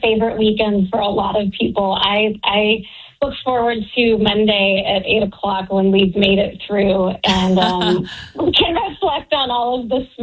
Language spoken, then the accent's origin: English; Spokane, Washington, United States; I'm from Spokane